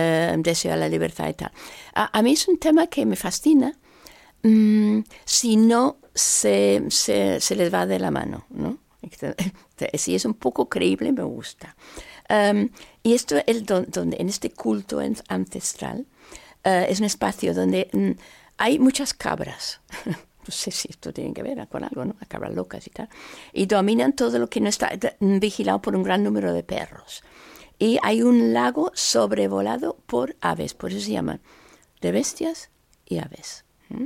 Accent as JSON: {"language": "Spanish", "region": "England", "country": "United Kingdom", "moved": "yes"}